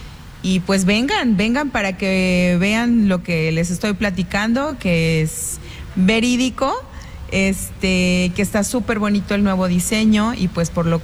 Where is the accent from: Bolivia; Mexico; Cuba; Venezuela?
Mexico; a festejar a México, que somos orgullosamente mexicanos aquí.